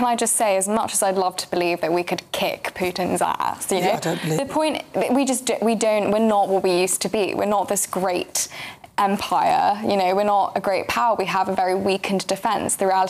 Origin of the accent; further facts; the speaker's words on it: United Kingdom; I'm a Brit, so I'm always going to say Trump is worse because ultimately I'm British.